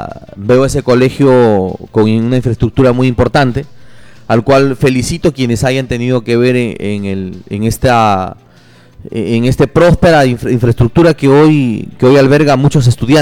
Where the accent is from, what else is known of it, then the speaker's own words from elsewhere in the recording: José Leonardo Ortiz, Lambayeque, Peru; Mira, yo soy leonardino … es leonardino. Yo soy nacido en José Leonardo Ortiz. Yo soy nacido en el primer sector de Santana.